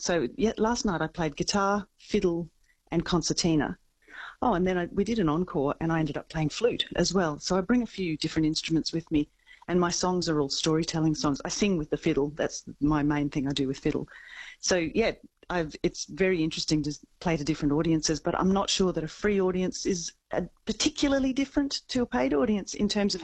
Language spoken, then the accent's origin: English; Townsville, Queensland, Australia; now in Brisbane, Australia; But I also know that because I grew up in Townsville, and I live in Brisbane, or just outside Brisbane.